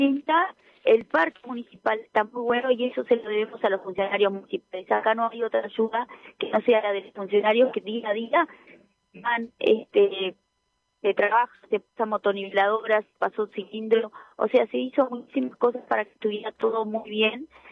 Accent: Vergara, Treinta y Tres, Uruguay; la gente de mi pueblo, de Vergara

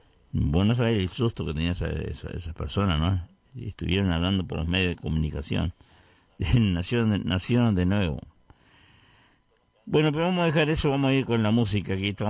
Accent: Vergara, Treinta y Tres, Uruguay; Ahí está Vergara, nuestro querido pueblo Vergara, donde yo nací, me crié. Me crié entre comillas porque todavía estoy en eso, ¿no?

